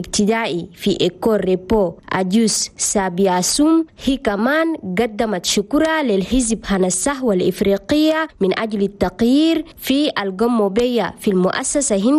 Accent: Chad; القدروا لقوا مناصب كبيرة في بلدنا تشاد.

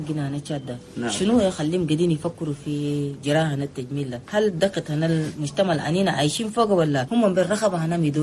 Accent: Chad; عندنا في تشاد كي بدين سولهم جراحة في دولة آخرين

